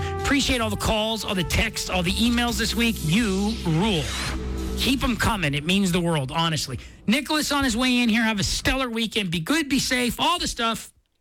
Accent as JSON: {"language": "English", "town": "Comox Valley", "region": "British Columbia", "country": "Canada", "tie": "born or raised there", "said": "I was able to raise my hand and I went, \"Comox Valley represent, what up?\""}